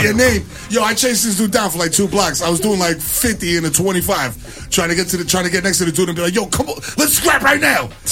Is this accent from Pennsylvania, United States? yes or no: no; New York City, New York, United States; I'm from New York City where traffic patterns are very clearly demarcated.